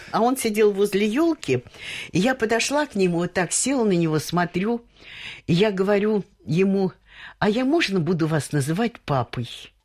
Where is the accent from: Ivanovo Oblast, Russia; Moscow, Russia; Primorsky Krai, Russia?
Moscow, Russia; Потому что я росла в лесу, во Внуково.